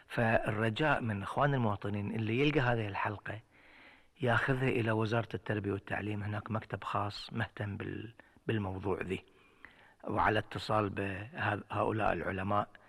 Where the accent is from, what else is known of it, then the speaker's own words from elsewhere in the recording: Bahrain; عندنا في البحرين